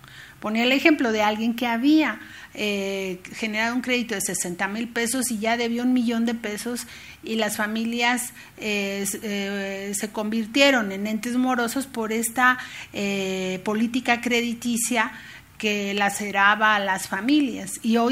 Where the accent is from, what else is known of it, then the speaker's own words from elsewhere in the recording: Mexico City, Mexico; somos aquí chilangos nosotros también